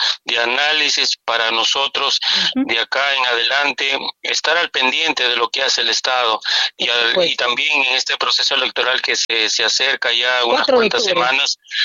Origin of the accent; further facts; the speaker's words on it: Túcume, Lambayeque, Peru; mi pueblo de Túcum y a todos sus caseríos